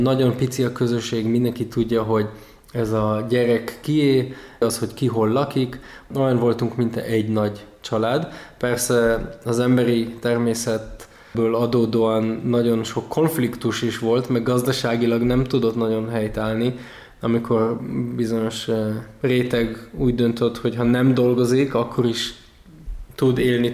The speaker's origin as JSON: {"language": "Hungarian", "area": "a small kibbutz in the Jordan Valley", "region": "Northern District", "country": "Israel", "tie": "born or raised there", "moved": "yes", "lives_now": "Hungary", "said": "én egy nagyon ateista, materialista családból származok. Egy kis kibucban nőttem fel, a Jordán völgyben. Szerintem a világ legszebb helye, ez pont a Kineret, a Galilei tó alatt van."}